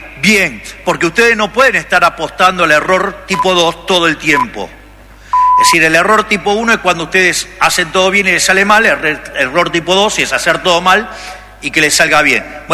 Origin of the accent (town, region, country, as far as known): Argentina